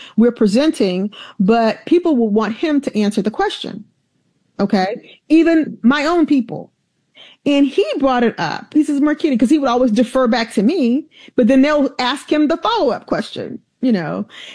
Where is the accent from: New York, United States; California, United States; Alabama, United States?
Alabama, United States; growing up in Alabama